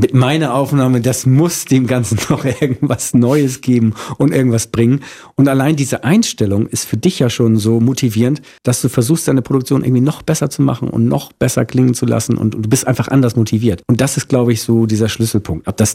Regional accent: Hamburg, Germany; Da würde ich jetzt als Hamburger sagen, darauf bin ich natürlich sehr stolz

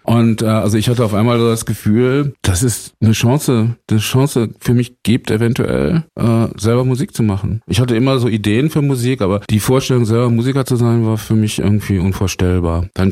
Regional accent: Herford, North Rhine-Westphalia, Germany; born there; moved away as an adult; now in Berlin, Germany; ich bin nicht direkt von Herford nach Berlin gekommen, sondern ich bin von Geburt her ein Wessi. Und Herford liegt in Ostwestfalen.

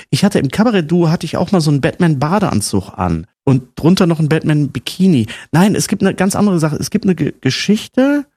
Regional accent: Bottrop, North Rhine-Westphalia, Germany; Es gab einen, oder es gibt immer noch diesen Moviepark bei uns im Ruhrgebiet in Bottrop

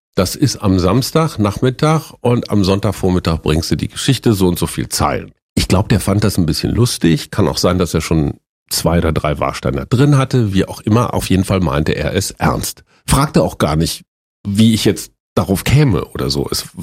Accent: Münster, North Rhine-Westphalia, Germany; in Münster, meiner Heimatstadt in Westfalen, lagen direkt gegenüber vom Verlagsgebäude der Münsterischen Zeitung.

